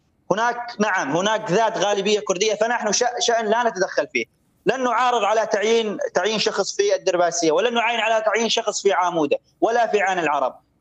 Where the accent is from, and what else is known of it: Al-Hasakah Governorate, Syria